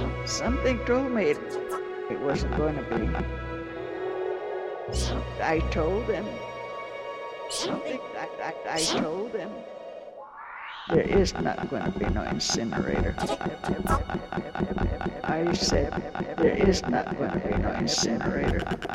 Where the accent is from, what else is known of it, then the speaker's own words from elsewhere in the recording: Kaibab, Arizona, United States; born there; I'm from Kaibab, Arizona. I was born on the Kaibab Paiute Reservation, March the 21st, 1920.